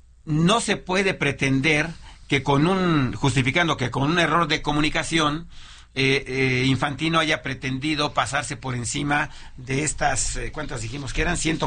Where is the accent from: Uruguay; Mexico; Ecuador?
Mexico